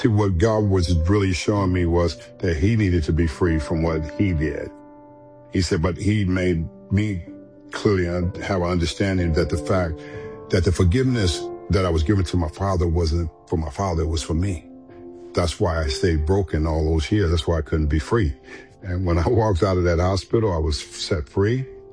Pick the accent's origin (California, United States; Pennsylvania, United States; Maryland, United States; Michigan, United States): California, United States; Los Angeles; Most of the time, it was growing up in South Central, Crenshaw High